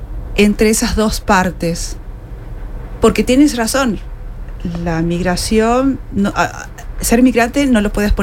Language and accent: Spanish; Argentina; Yo soy de Argentina, por eso levanto la mano, pero dijo yo.